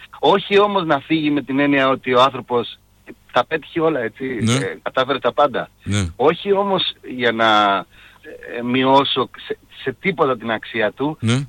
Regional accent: Greece

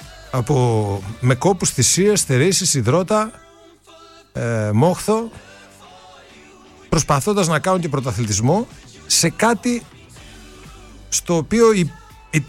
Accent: Greece; ενώ είμαστε Έλληνες.

